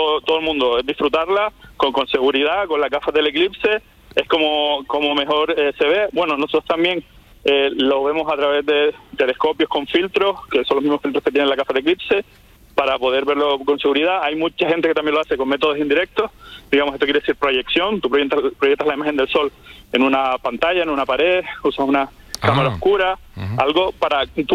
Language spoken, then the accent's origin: Spanish; Canary Islands, Spain; en Canarias, de donde soy yo